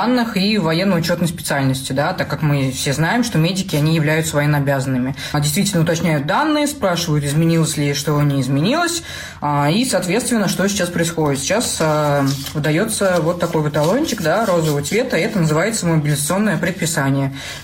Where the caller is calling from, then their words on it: Samara, Samara Oblast, Russia; я медик из Самары